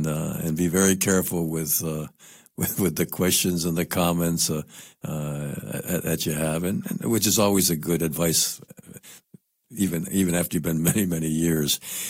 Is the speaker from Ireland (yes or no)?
no; Guaynabo, Puerto Rico; I'm from Guaynabo